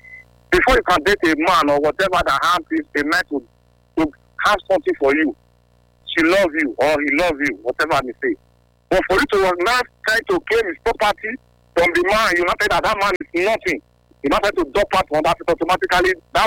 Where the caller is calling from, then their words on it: Dubai, United Arab Emirates; I'm coming from Dubai.